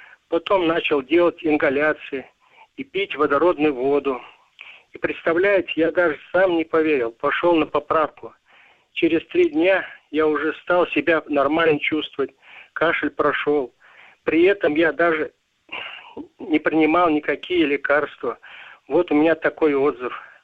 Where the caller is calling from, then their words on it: Stolbishche, Tatarstan, Russia; Мне 65 лет. Я из Столбиш, Лаишского района.